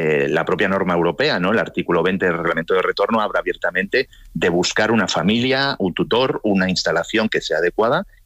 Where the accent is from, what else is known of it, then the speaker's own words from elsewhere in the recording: Galicia, Spain; A mí me sorprende, yo soy gallego, el Partido Popular lleva 40 años gobernando en Galicia